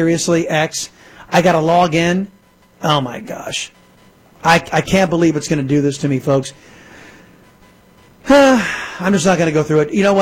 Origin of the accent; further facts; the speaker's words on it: United States; As an American, I find it offensive.